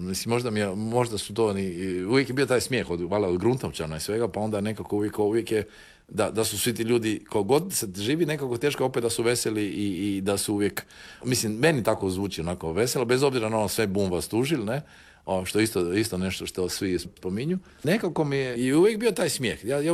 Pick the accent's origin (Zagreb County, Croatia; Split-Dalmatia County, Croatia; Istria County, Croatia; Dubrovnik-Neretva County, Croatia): Dubrovnik-Neretva County, Croatia; Dubrovnik; now in Lopud, Croatia; ja sam iz Dubrovnika, zašto sam neko ne? Ja sam iz Dubrovnika pobjegao na Lopud, na otok